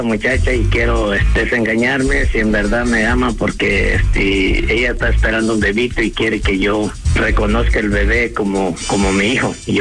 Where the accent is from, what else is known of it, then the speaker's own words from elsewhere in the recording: Ciudad Altamirano, Guerrero, Mexico; No, yo soy de Guerrero.